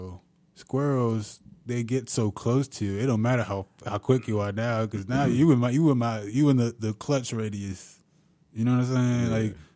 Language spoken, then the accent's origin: English; Illinois, United States; Like, I was born and raised in Illinois